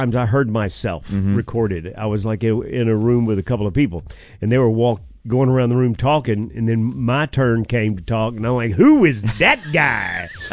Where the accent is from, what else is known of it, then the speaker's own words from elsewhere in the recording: the South, United States; accent: southern; Yeah, I forget about how deep my southern accent is sometimes.